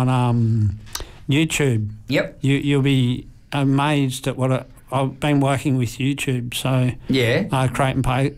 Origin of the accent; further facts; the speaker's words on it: Queensland, Australia; I'm a proud Queenslander.